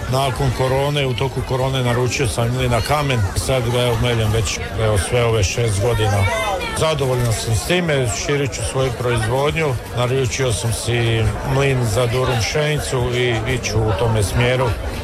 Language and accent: Croatian; Koritna, Osijek-Baranja County, Croatia